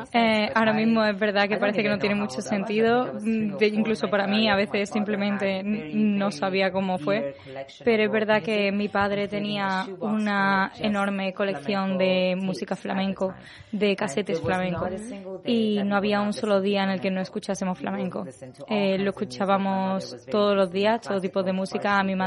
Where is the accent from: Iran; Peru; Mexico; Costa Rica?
Iran; now in Spain; cuando me fui de Irán, esta casete de hecho estaban destrozados de todo lo que había escuchado y ahí empecé a bailar y luego a cantar y aquí es donde he terminado